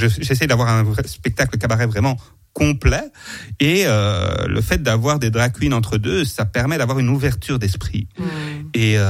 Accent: Champagnole, Bourgogne-Franche-Comté, France; Moi, je suis de Champagnole. Là, pour l'instant, j'habite à Champagnole, une petite ville de 8000 habitants.

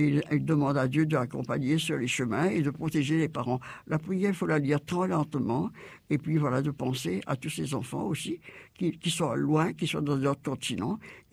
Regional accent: Réunion; chez nous, à La Réunion Campus

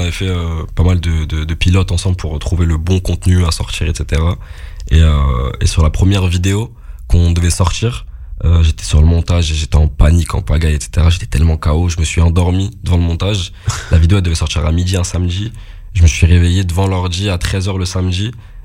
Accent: Morocco; moi-même je suis marocain

